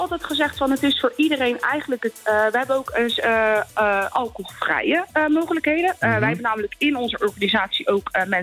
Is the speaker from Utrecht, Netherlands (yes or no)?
no; Westland, South Holland, Netherlands; Ik kom bijvoorbeeld zelf oorspronkelijk uit het Westland.